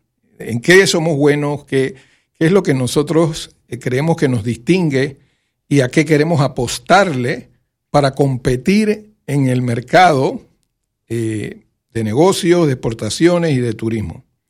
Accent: Panama; qué somos los panameños

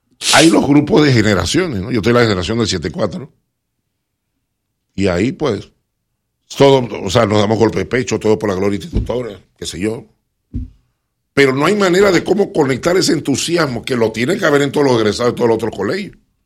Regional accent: Panama; Yo soy panameño pa hincha de la marea roja, pero para cargar con las desgracias de mi país, no.

